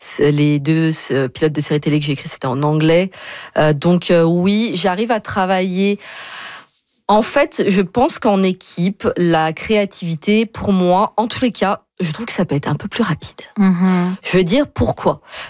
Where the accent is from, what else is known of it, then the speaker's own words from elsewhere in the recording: France; en tout cas moi je viens de France.